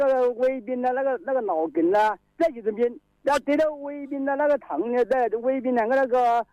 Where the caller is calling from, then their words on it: Yingcheng, Hubei, China; 我是应城淳和。